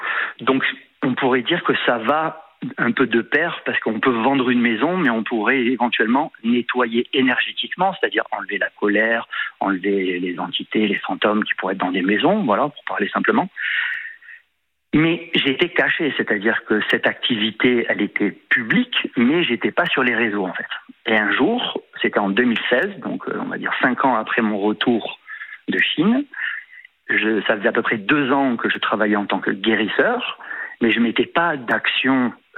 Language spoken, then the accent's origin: French; Aix-en-Provence, Provence-Alpes-Côte d'Azur, France; après moi je viens de Aix-en-Provence au départ.